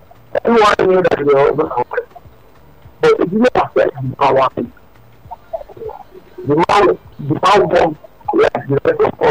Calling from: Nigeria; I'm calling from Okume.

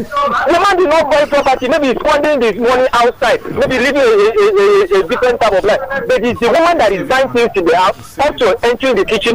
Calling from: Ogun, Nigeria

